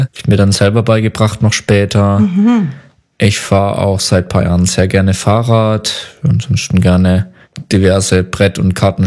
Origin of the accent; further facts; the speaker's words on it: Pforzheim, Baden-Württemberg, Germany; komme ursprünglich aus der Nähe von Pforzheim, da bin ich geboren und aufgewachsen